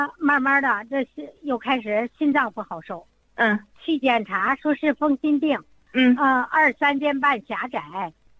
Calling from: Shandong, China; 我家是山东的。

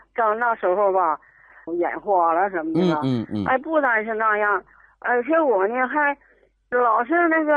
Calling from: Shenyang, Liaoning, China; 我是沈阳的一个老太太，

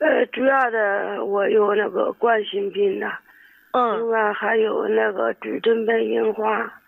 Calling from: Hubei, China; 我家是湖北这边的。今年65。

